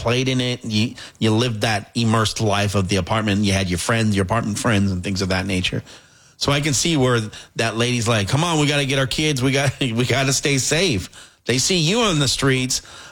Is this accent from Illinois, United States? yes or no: no; Federal Way, Washington, United States; moved away; I grew up in Federal Way